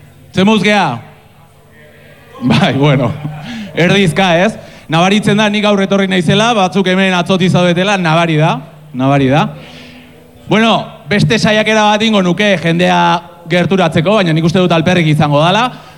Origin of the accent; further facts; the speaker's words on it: Basque Country, Spain; born there; ni laugarrena Euskal Herrian jaio nintzen